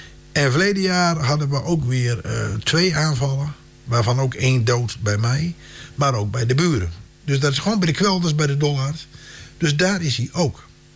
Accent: Westerwolde, Groningen, Netherlands; ik kwam natuurlijk uit Vesterwolde.

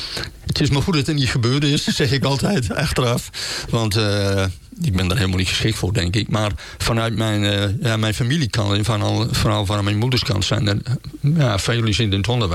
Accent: Groningen, Netherlands; also born or lived in Ezinge / Vierhuizen / Ulrum; Ik kom van het Hoge Land af.

